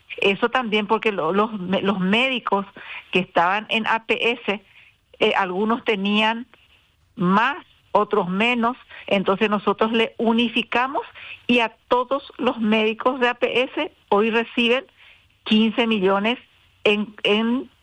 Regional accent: Encarnación, Itapúa, Paraguay; born there; Sí, nací en Encarnación. Nací el 25 de agosto

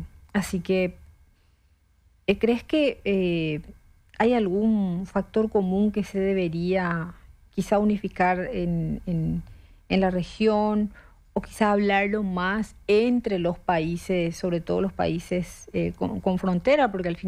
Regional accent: Paraguay; en mi país, Paraguay

